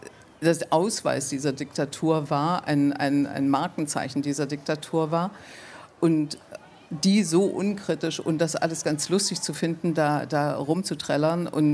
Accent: Wolfen, Saxony-Anhalt, Germany; in Dessau, das ist ungefähr 20 Kilometer von meinem Heimatort entfernt, Wolfen.

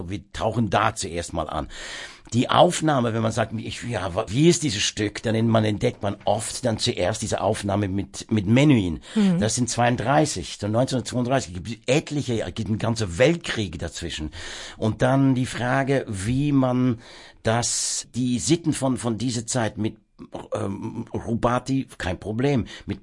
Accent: Worcester, West Midlands, United Kingdom; German is a second language; Keine Ahnung, ich bin natürlich in Worcester aufgewachsen. Ich meine, der Elgar war irgendwie, da ist der Geburtsort von ihm.

